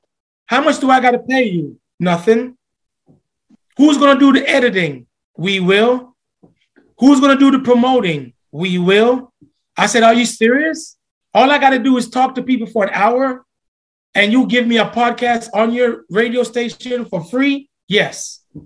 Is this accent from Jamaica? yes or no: yes; Portmore, Saint Catherine Parish, Jamaica; also born or lived in Kingston, Jamaica / Trinidad; So now I'm sitting here as an accountant, a little guy from Kingston, Jamaica, born and raised in Portmore, St. Catherine. Lived in Trinidad for 2 years.